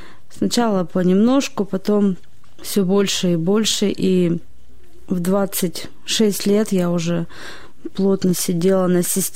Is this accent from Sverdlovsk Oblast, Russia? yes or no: yes; Nizhny Tagil, Sverdlovsk Oblast, Russia; мне 30 лет. Родилась и выросла в Нижнем Тагиле.